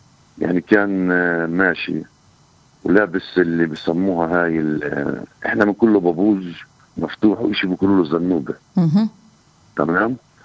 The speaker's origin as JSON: {"language": "Arabic", "region": "West Bank", "country": "Palestine", "said": "عنا احنا هان نحكي في الضفة الغربية"}